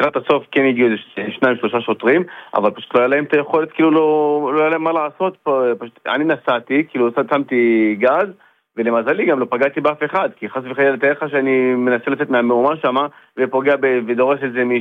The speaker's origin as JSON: {"language": "Hebrew", "town": "Netanya", "region": "Central District", "country": "Israel", "tie": "born there", "said": "אני גדלתי והתחנכתי בנתניה, כאילו מכיתה זין עד כיתה י' ב'"}